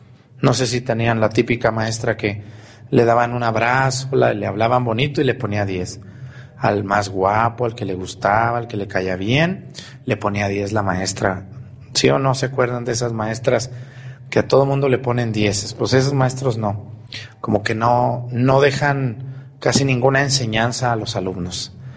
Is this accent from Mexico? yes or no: yes; Mexticacán, Jalisco, Mexico; Tuve un maestro excelente en la secundaria. Un saludo a la secundaria técnica número 23 de mi pueblo de Mesticacán, que está cumpliendo 50 años este año, por cierto.